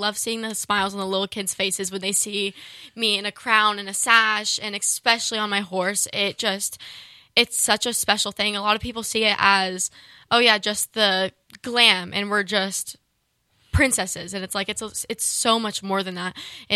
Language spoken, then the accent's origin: English; Redding, California, United States; So I was born and raised in Reading, California. I've been going to the rodeo for years, ever since I was little.